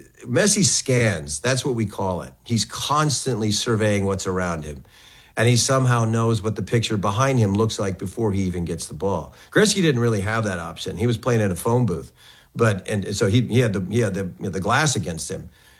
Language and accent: English; Westlake Village, California, United States; I'm from Westlake Village, California. Wayne used to live out there.